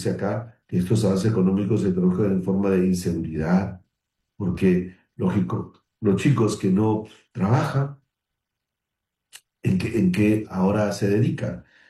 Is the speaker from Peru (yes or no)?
yes; Tumbes, Peru; Les saludo desde Piura, Catacaos. Saludar a mis hermanos del norte. Yo soy de Tumbes.